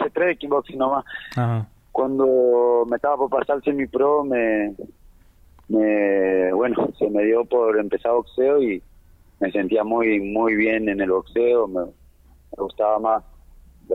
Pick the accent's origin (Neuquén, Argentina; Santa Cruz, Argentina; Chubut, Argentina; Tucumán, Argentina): Santa Cruz, Argentina; El Calafate; Bueno, salimos de acá de Calafate, nosotros nos ayudó la municipalidad de ahí, así que estamos compitiendo